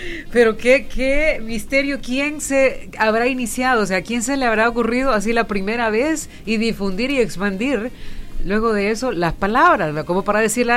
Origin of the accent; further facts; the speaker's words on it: El Salvador; la jerga que tenemos los salvadoreños